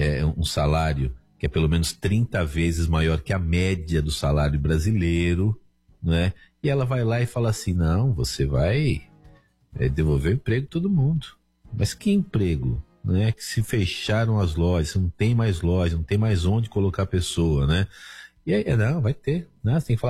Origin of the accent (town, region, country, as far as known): Brazil